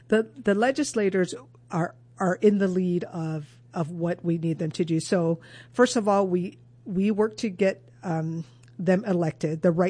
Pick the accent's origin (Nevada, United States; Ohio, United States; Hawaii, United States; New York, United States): Hawaii, United States; Mililani; I don't know that would be a conversation that would happen in my hometown of Mililani or on my island.